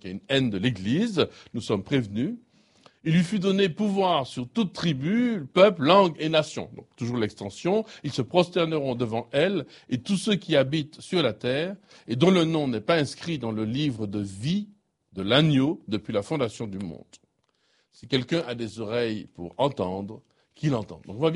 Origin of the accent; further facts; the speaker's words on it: Martinique; comme on dit chez nous en Martinique, la terre n'a pas capoté